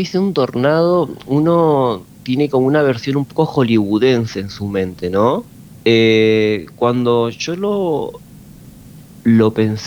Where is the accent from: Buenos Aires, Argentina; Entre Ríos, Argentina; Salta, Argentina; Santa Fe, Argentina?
Santa Fe, Argentina; Calchaquí; born there; yo fui nacido en Calchaquí, a 100 kilómetros de San Justo.